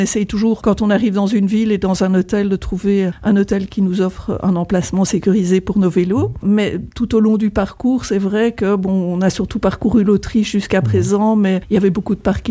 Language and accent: French; Brussels, Belgium; On vient de Bruxelles, une ville où on pourrait se faire dérober toutes nos affaires près d'une gare.